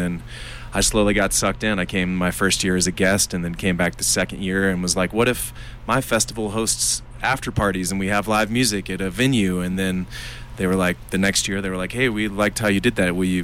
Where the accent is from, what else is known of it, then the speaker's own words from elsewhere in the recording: Savannah, Georgia, United States; now in Bend, United States; Yeah, but I'm a Southern boy, born and raised in Savannah, Georgia.